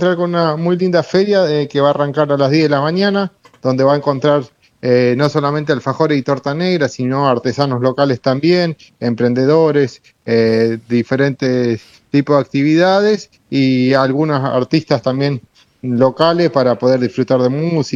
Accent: San Antonio de Areco, Buenos Aires Province, Argentina; moved away as an adult; also born or lived in Villa Lía; now in San Luis del Palmar, Argentina; Yo soy de San Antonio de Areco, estuve viviendo en Villa Lía, pero ahora estoy en Corrientes.

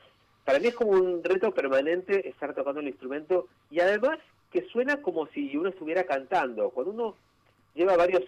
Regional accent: Peru; now in Argentina; yo vengo hace años ya acá en la Argentina, me radiqué, yo soy de Perú

